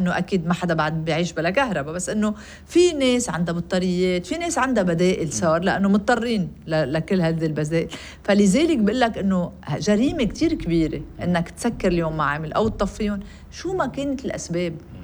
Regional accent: Lebanon; نحن كلبنانيين

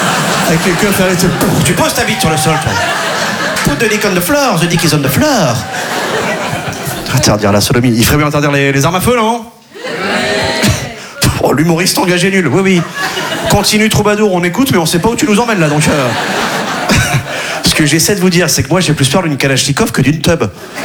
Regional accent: Quimperlé, Brittany, France; Si vous voyez, déjà, là d'où je viens à Quimperlé, on n'avait pas les sports cool.

